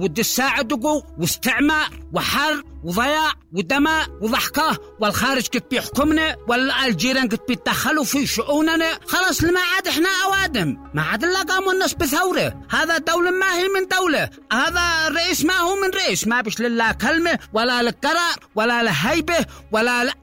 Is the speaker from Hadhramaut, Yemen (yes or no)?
no; Sanaa, Amanat Al Asimah, Yemen